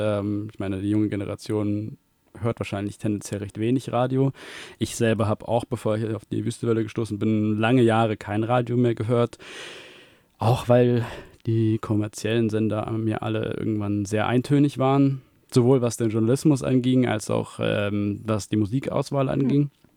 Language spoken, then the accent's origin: German; Tübingen, Baden-Württemberg, Germany; Die ersten zwei Leute, die auch aus Deutschland waren. Und dann hieß es, ja, wir sind auch aus Tübingen.